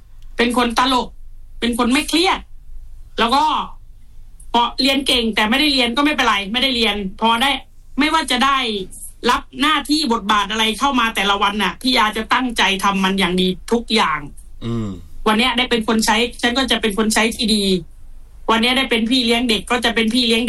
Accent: Phatthalung, Thailand; born there; เป็นคนพัทลุงเกิดที่พัทลุงนะแล้วก็เป็นคนจน

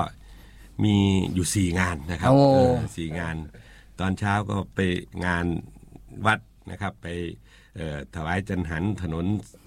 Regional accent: Ubon Ratchathani, Thailand; born there; ผมเป็นคนอุบลโดยกำเนิดนะครับเกิดมาได้แป๊บเดียว65ปีแล้วนะครับเกิดอยู่ที่นี่นะครับ

